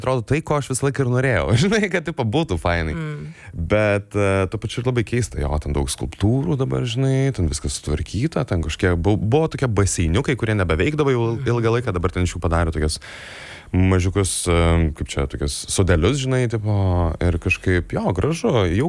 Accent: Vilnius, Vilnius County, Lithuania; Taip, Vilniuje užaugau Justiniškių rajone.

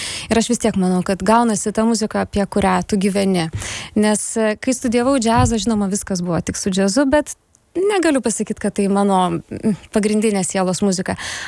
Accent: Kretinga, Klaipėda County, Lithuania; moved away as an adult; now in Vilnius, Lithuania; aš iš Žemaitijos, Kretingos esu, bet nuo 18 jau nebe, tai nežinau. Vis tiek širdis Kretingoj, sakyčiau Kretingiškė, parvažiuoju, dabar dar dažniau, bet jau kuris laikas nebe.

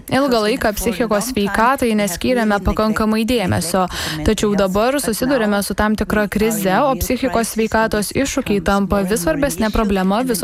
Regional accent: Austria; aš esu iš Austrijos

